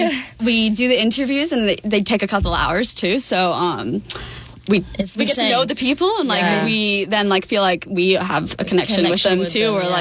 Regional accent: California, United States; now in Miami, United States; And I'm from California. So like we both grew up in soccer, football communities, but very, very different.

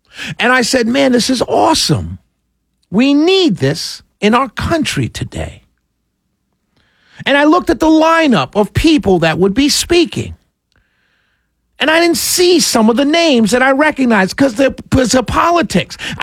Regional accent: New York, United States; I grew up in St. James, in St. James Presbyterian Church in Harlem, New York, the greatest little village in the entire world.

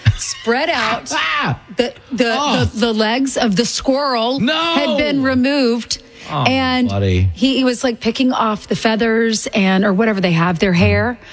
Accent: South Carolina, United States; I grew up in South Carolina, wanted to be in New York so badly.

